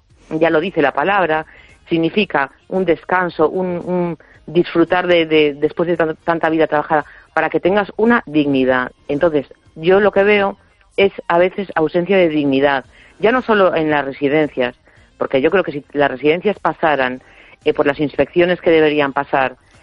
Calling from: A Coruña, Galicia, Spain; de La Coruña.

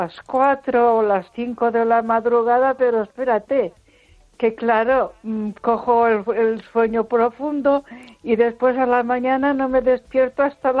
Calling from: Ponferrada, Castile and León, Spain; de Ponferrada.

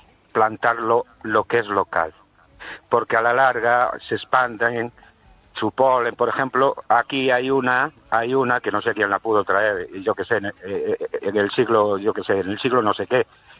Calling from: Ourense, Galicia, Spain; de Ourense.

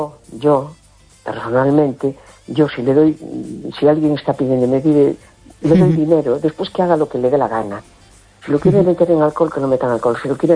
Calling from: A Coruña, Galicia, Spain; de La Coruña.

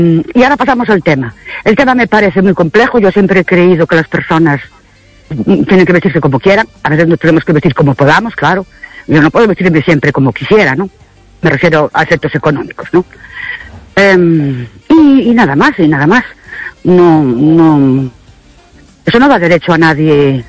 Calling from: Ourense, Galicia, Spain; de Urense otra vez

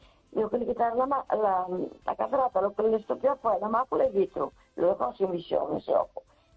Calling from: A Coruña, Galicia, Spain; de Coruña.

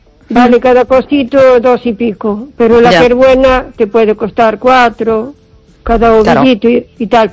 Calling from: O Carballiño, Galicia, Spain; Hola, Esther. … de Carballiño.

